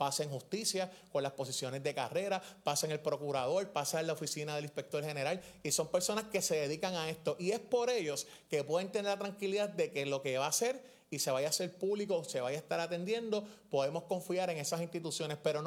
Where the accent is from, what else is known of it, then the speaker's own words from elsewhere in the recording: San Juan, Puerto Rico; tú sabes que yo soy de Santurce